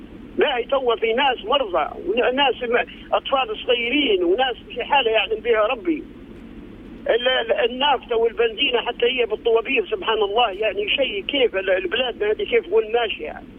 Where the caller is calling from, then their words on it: Misrata, Misrata District, Libya; انا نكلم فيكم من مصراته، والله من مصراته،